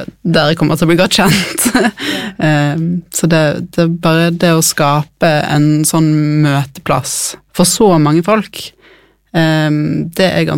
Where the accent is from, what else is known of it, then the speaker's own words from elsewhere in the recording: Bergen, Vestland, Norway; Dere hører jo på dialekten min, jeg er fra Bergen.